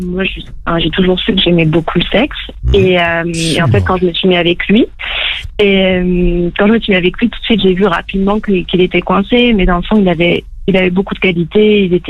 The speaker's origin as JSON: {"language": "French", "country": "France", "said": "Oui, je suis française."}